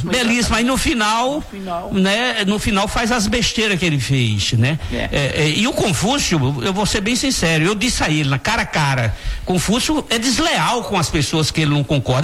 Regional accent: sertão, Northeast Brazil, Brazil; Eu sou do sertão.

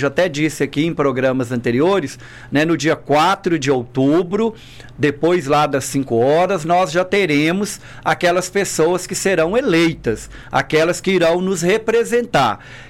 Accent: Pompéu, Minas Gerais, Brazil; Moro aqui bem próximo à rádio, ali no Beco, né, na rua Antônia Alves de Lima. Nasci aqui em Pompéu. A minha família, né, a minha mãe, o meu pai, de Três Marias, a parte maior, né, da minha família.

